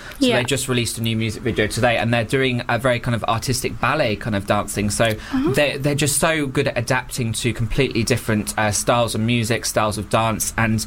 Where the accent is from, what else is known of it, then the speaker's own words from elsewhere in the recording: United Kingdom; I'm British